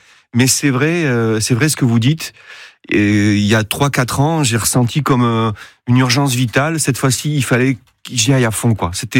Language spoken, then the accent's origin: French; Landes, Nouvelle-Aquitaine, France; moved away; also born or lived in Paris; de là où j'ai grandi, de cette région que j'aime